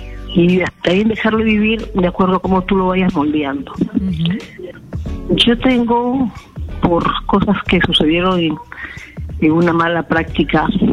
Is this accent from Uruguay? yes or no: no; Lima, Peru; born there; now in Lambayeque, Peru